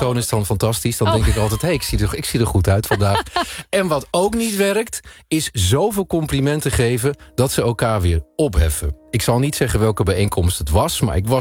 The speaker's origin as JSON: {"language": "Dutch", "country": "Netherlands", "said": "Maar zijn wij Nederlanders complimentengevers?"}